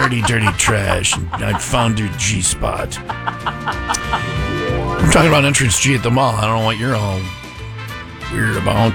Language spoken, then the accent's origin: English; Burlington, United States; I grew up in Burlington.